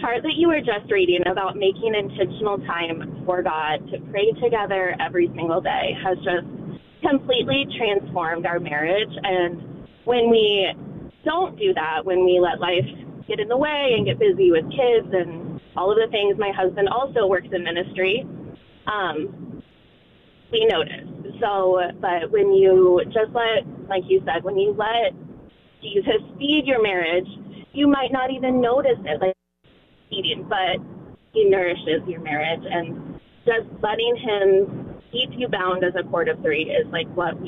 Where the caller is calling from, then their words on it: Portland, United States; I live in Portland. I'm on my way into church right now to send off some girls to a camp.